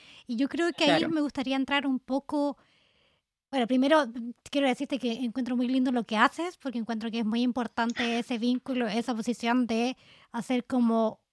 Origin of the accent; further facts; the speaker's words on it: Chile; Pero nosotros, por nuestra historia también, que venimos de Chile, nosotros tenemos mucha influencia europea.